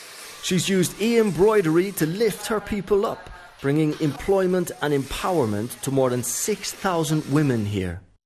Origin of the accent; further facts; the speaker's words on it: Ireland; I come from Ireland, where every person knows about the 1916 rising and Ireland's long struggle for independence from British colonial rule.